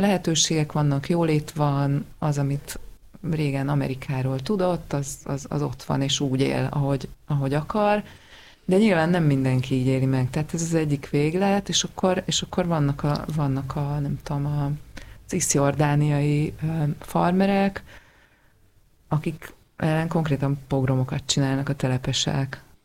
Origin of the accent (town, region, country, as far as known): Hungary